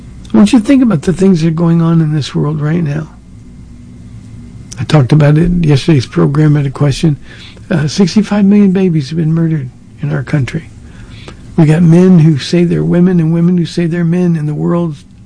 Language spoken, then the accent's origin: English; California, United States; I'm from Southern California. I love the beach.